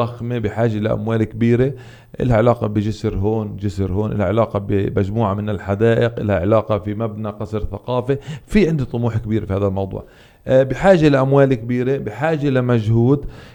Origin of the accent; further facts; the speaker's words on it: Hebron, West Bank, Palestine; احنا الخليل فيه لها 7 مداخل رئيسيه، وبالاخر يعني هاي مدينه كبيره، كبرى المدن الضفه الغربيه ومدينه الاقتصاد